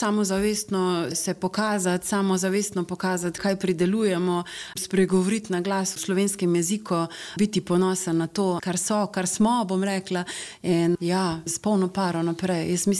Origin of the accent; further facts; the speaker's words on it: Koroška, Slovenia; now in Klagenfurt, Austria; da tukaj živi slovenska narodna skupnost in da sama sem Korošica.